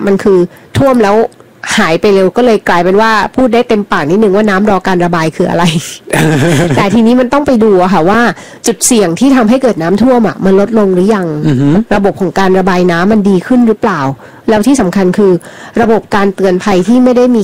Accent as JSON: {"language": "Thai", "region": "Bangkok", "country": "Thailand", "said": "ในฐานะคนกรุงเทพ"}